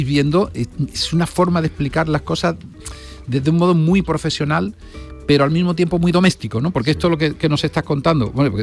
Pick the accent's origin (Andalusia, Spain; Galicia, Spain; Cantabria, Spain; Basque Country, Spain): Andalusia, Spain; Córdoba; soy cordobés.